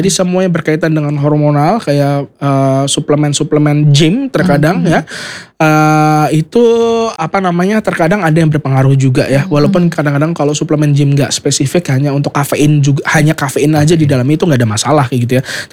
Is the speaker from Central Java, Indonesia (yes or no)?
yes; Banyumas, Central Java, Indonesia; walaupun saya tidak lahir di Banyumas, tapi saya besar di Banyumas dan saya bangga jadi orang Banyumas.